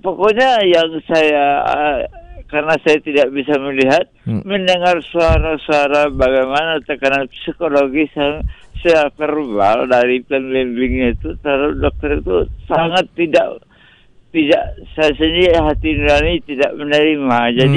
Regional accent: Padang, West Sumatra, Indonesia; Dan saya di waktu itu di tempat perawatan yang cukup ternama di kota saya itu di Padang ya.

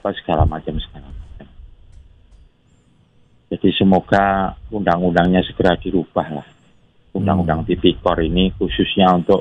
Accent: Sidoarjo, East Java, Indonesia; Ini saya ini kan dari Sidoarjo nih, Jawa Timur.

